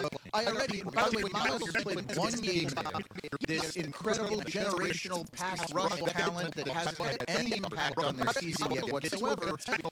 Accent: Denver, Colorado, United States; I remember growing up in Denver.

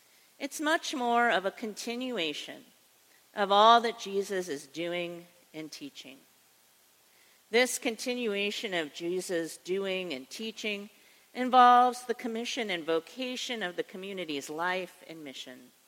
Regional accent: East Coast, United States; moved away; I grew up on the East Coast

